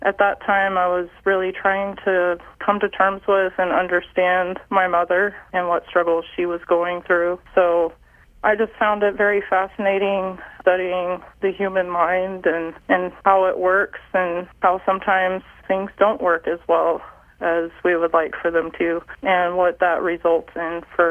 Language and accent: English; San Antonio, Texas, United States; now in Kansas, United States; I grew up in San Antonio, Texas, so very different from rural Kansas, big city.